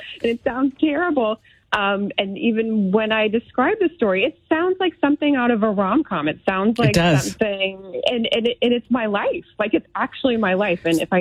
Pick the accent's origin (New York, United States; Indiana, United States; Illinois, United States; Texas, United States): New York, United States; I'm from New York.